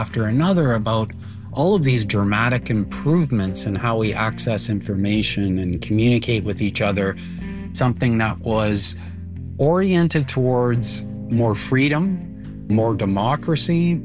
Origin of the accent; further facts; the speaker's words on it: Vancouver, British Columbia, Canada; I grew up in a hardscrabble part of Vancouver.